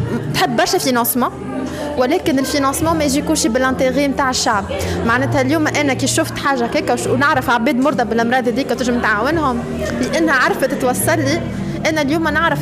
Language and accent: Arabic; Tunisia; أنت كتونسية